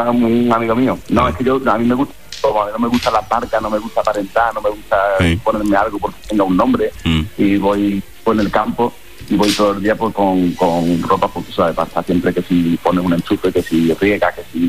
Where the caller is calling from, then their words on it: Matalascaña, Andalusia, Spain; Yo soy de Lapino, de Matalascaña.